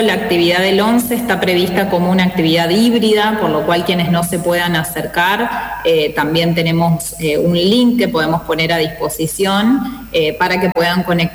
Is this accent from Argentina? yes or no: yes; Rafaela, Santa Fe, Argentina; Sí, yo soy de Rafaela, estudié en Rafaela, ahora estoy haciendo un doctorado en la UNR, pero sí, con el corazón aquí en la ciudad.